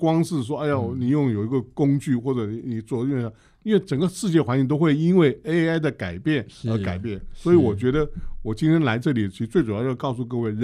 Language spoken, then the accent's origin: Chinese; Taiwan; also born or lived in Chicago, United States; 那我们台湾人年轻人不像美国人喜欢度假，